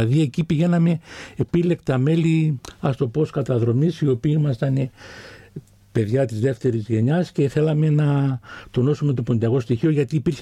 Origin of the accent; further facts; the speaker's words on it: Greece; first language Pontic Greek; Ναι, φυσικός ομιλητής. Δηλαδή έτσι. Εγώ γεννήθηκα μιλούσα ποντιακά.